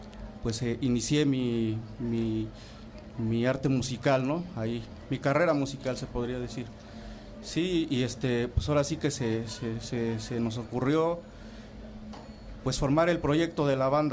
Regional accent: Texcoco, State of Mexico, Mexico; Somos de aquí, del regional de Santa María Tecuanulco, Texcoco, México.

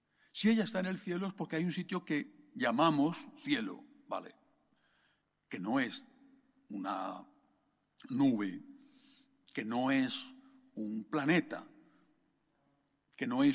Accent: Madrid, Community of Madrid, Spain; now in Rome, Italy; soy de Madrid

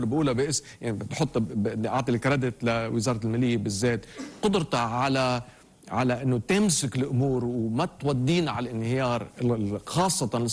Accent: Lebanon

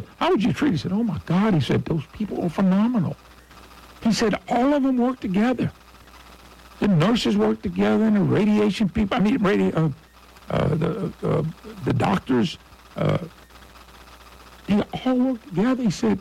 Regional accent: Baton Rouge, Louisiana, United States; born there; also born or lived in Monroe; Heck, I was born in Lady Lake in Baton Rouge. We lived in Monroe for 35 years.

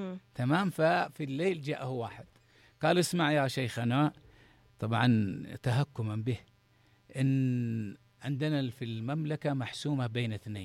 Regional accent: Yemen; عندنا في اليمن

